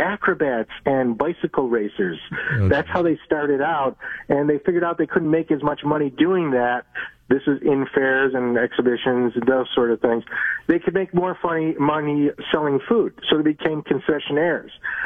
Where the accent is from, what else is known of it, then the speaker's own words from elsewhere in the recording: Buffalo, New York, United States; I was born in Buffalo, New York